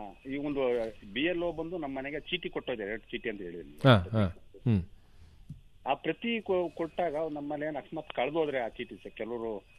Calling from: Hassan district, Karnataka, India; ನಾನು ಬಾಳ್ಪೇಟೆ ಚಿನ್ನಿನಿಂದ

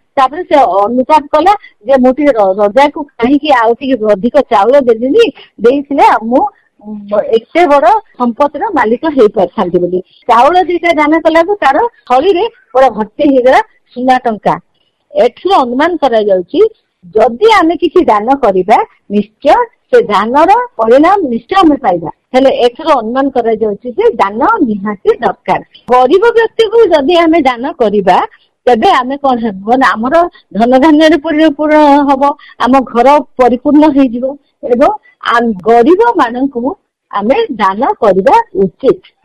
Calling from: Jagatsinghpur, Odisha, India

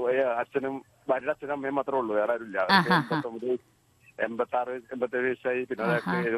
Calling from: Mathilakam, Kerala, India; Mathilakam. Mathilakam.

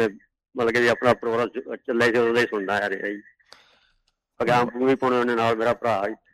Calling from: Kotkapura, Punjab, India; ਕੋਟਪੁਰੇ ਤੋਂ ਬੋਲਦੇ

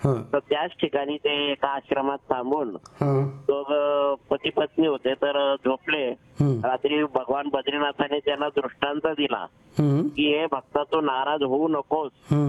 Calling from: Bahadarpur, Maharashtra, India; मी बहादरपूरहून

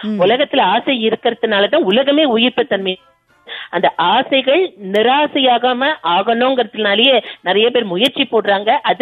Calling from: Katpadi, Tamil Nadu, India; வேலூர் மாவட்டம் கற்பாடியிலிருந்து பேசுறேன்.

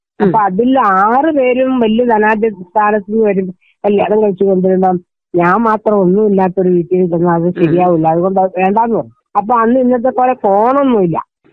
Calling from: Kerala, India; Vellad. Vellad, Karivanchal Vellad.

